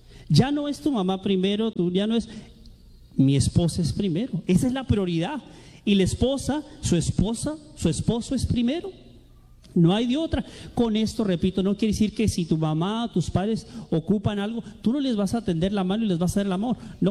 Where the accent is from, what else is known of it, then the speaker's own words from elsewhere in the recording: Tijuana, Baja California, Mexico; born there; Yo nací aquí en Tijuana